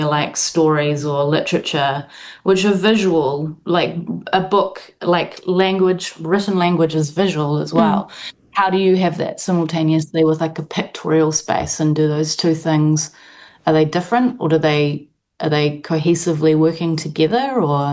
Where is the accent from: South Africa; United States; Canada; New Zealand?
New Zealand; moved away as an adult; now in United Kingdom; being a settler from Aotearoa, who then returns to the motherland as a settler still, and the kind of barrier of being Pākehā. I'm on an ancestry visa here